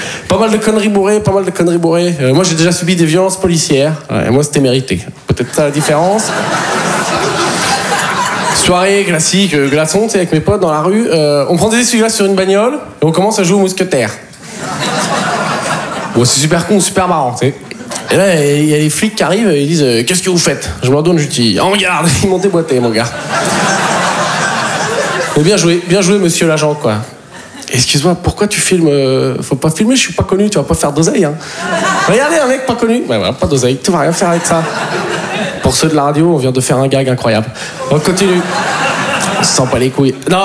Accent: Poitiers, Nouvelle-Aquitaine, France

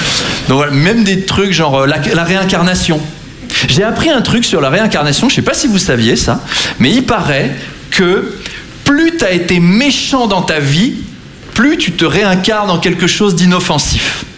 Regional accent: Versailles, Île-de-France, France; Moi, j'ai grandi à Versailles, hein, très, très catholique comme environnement.

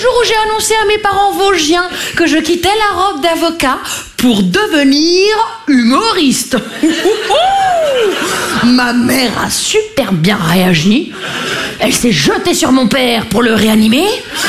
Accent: Grand Est, France; accent: Vosges

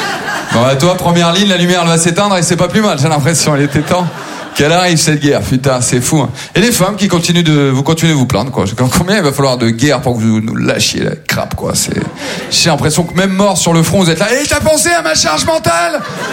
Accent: Maubeuge, Hauts-de-France, France; born or raised there

